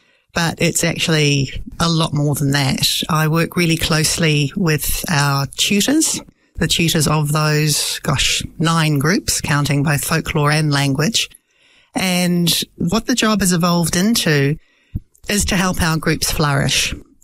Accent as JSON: {"language": "English", "country": "New Zealand", "tie": "born there", "said": "I was born in New Zealand. In fact, Mum was also born in New Zealand. Her parents both came from Dalmatia, from the town of Podgora."}